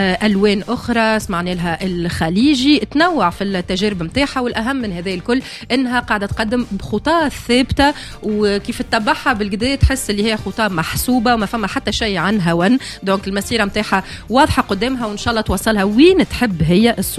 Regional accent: Tunisia

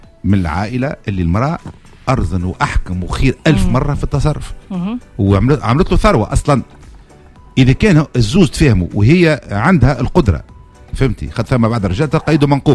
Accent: Tunisia; انا قلت راجل تروح على كوب اللي عندنا في تونس اغلبيه سحقك الراجل يخدم ما يخدمش

